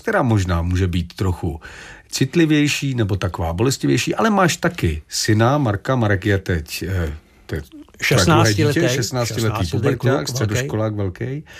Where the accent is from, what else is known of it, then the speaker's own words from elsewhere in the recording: Cheb, Karlovy Vary Region, Czechia; pro mě jako pro chebáka, který ten Vnitroblok měl taky za domem